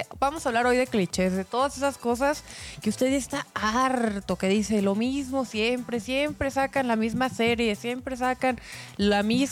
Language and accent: Spanish; Mexico; ¡Despierta, que somos un chingo a la chingada y somos mexicanos!